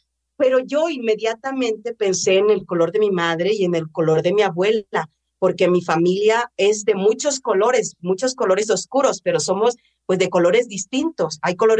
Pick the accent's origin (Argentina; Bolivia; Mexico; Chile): Mexico; Cuajinicuilapa, Guerrero; moved away; also born or lived in Copala; como toda negra presuntuosa, le dije, sí, soy de Cuaji